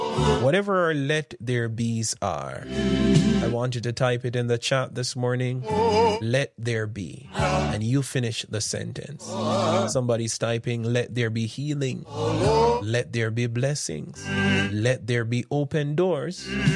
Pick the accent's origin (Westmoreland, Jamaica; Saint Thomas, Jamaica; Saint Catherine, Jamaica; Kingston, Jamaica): Saint Catherine, Jamaica; Spanish Town; I like how Spanish Town is being transformed. That's my home town, right?